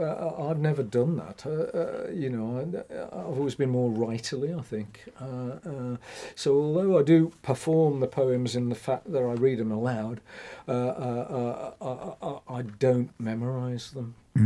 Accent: West Midlands, United Kingdom; accent: Black Country; my accent, although it's still there, I think anybody'd know I'm from the Black Country, has modified over the years.

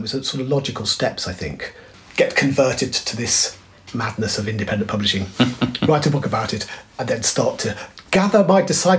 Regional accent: Liverpool, North West England, United Kingdom; now in Birmingham, United Kingdom; No, you can tell by my accent that I hail from Liverpool.

